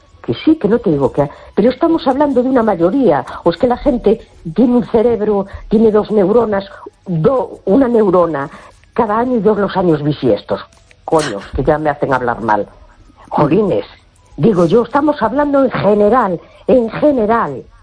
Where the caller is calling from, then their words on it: A Coruña, Galicia, Spain; de La Coruña.